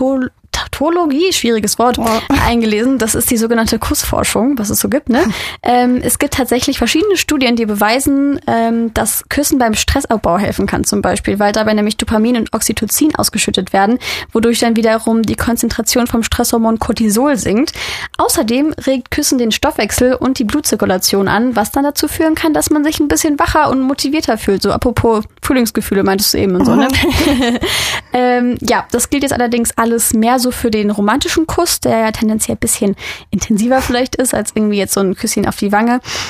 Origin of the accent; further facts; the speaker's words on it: Düsseldorf, North Rhine-Westphalia, Germany; Ich komme ja aus Düsseldorf